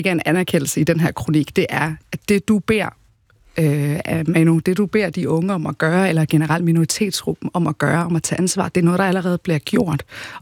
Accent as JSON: {"language": "Danish", "region": "Jutland", "country": "Denmark", "tie": "born or raised there", "said": "I dag, der siger jeg, at jeg er dansk irakker med rødder i Jylland. Altså, det er jo der, jeg er født og opvokset"}